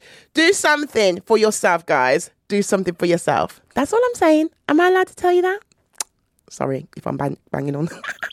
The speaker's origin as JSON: {"language": "English", "country": "Jamaica", "moved": "yes", "said": "Because when I came from Jamaica and I went to the doctors"}